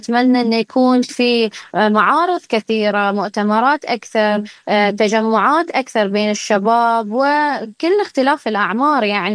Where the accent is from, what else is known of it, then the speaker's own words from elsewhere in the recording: Bahrain; إحنا بحرينيين